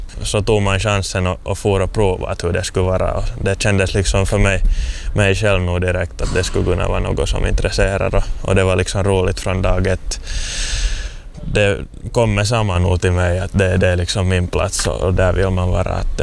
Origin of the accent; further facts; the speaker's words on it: Loviisa, Uusimaa, Finland; här har jag vuxit upp och här är nog bra minnen som liten